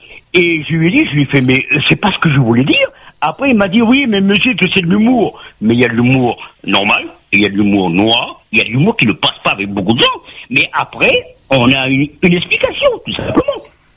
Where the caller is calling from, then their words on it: Réunion; Moi, je suis de La Réunion, je suis réunionnais.